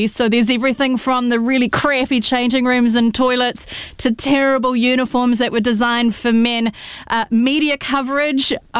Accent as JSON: {"language": "English", "region": "Wellington", "country": "New Zealand", "tie": "born or raised there", "said": "Oh, come on. I grew up on the Kapiti Coast. I'm half Bogan. Of course there's"}